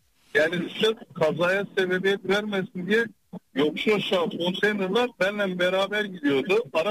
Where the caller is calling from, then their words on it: Gaziantep, Turkey; Fenerbahçe'li bir Antepli olarak da.